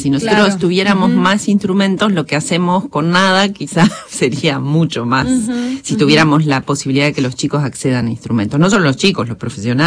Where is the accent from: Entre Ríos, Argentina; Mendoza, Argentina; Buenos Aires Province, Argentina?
Entre Ríos, Argentina; Concepción del Uruguay; tanto Victoria como yo, en realidad somos de Concepción del Uruguay, Entre Ríos